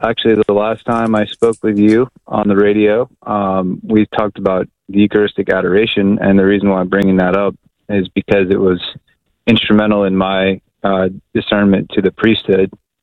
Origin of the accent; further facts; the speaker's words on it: Atlanta, Georgia, United States; the Archdiocese of Atlanta, of course, in my hometown.